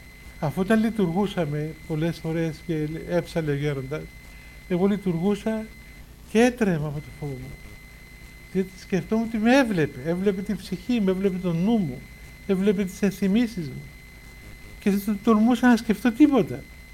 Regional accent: Cyprus; moved away as an adult; also born or lived in Mount Athos; εγώ ήμουν από την Κύπρο και ήταν πολύ κρύο εκεί που μέναμε.

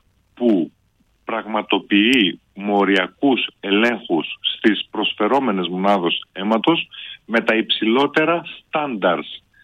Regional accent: Kilkis, Central Macedonia, Greece; λέγοντας ότι είμαι από το Κιλκής, μια όμορη πόλη της Θεσσαλονίκης

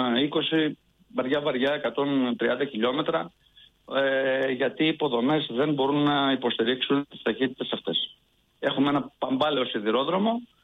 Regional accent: Greece

